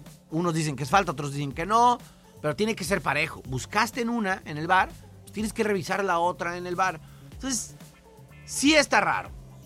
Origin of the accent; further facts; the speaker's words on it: Mexico; yo como mexicano